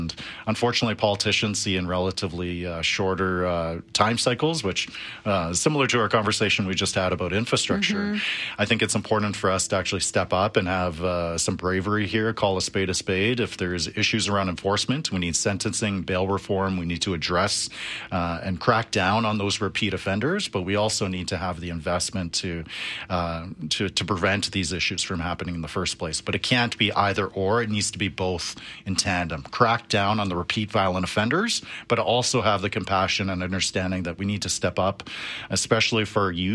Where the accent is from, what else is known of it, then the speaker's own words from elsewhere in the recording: Calgary, Alberta, Canada; growing up in Forest Lawn, Dover, East Calgary